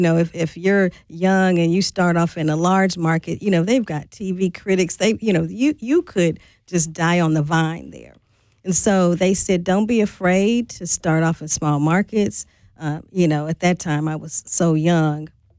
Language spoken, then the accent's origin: English; St. Louis, Missouri, United States; born or raised there; moved away as an adult; now in Milwaukee, United States